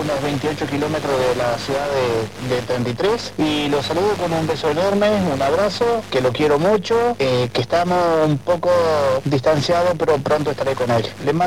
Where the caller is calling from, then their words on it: Piriápolis, Maldonado, Uruguay; vivo en Piriápolis, barrio country